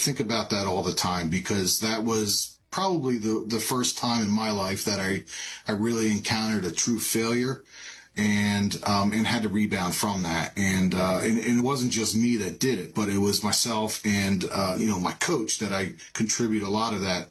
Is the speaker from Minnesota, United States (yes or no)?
no; Jacksonville, New Jersey, United States